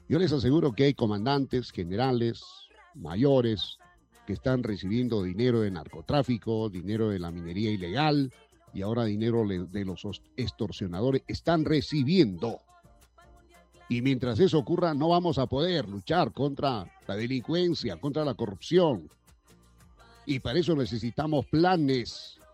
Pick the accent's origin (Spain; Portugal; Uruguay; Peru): Peru; Así somos los peruanos.